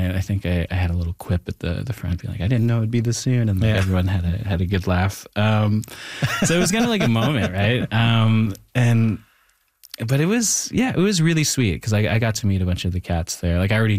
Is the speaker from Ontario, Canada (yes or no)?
yes; Thunder Bay, Ontario, Canada; And I bring that back even to growing up in Thunder Bay where, like, you know, it There is like, you know, a lot of tensions between the Indigenous and non-Indigenous communities up there.